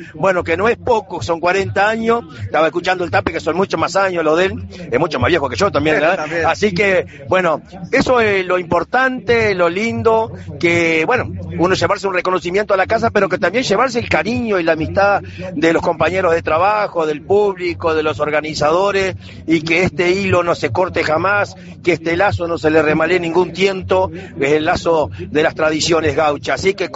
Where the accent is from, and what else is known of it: Uruguay